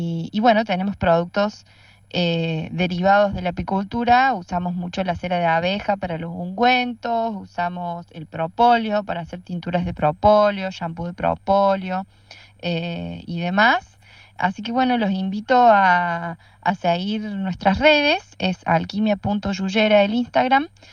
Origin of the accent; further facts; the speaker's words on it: Villa de Soto, Córdoba, Argentina; de Villa de Soto, soy bióloga, docente, apicultora